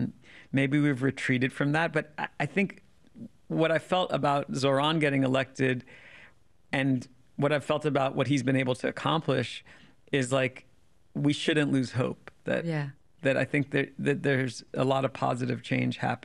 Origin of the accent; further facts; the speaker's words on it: Washington, District of Columbia, United States; because I was growing up in Washington, D.C., where you kind of can't tune that stuff out.